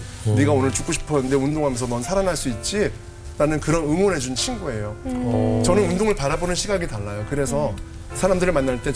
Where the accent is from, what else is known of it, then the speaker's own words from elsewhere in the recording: Seoul, South Korea; 제가 자란 곳이 태어난 곳이 청량리예요.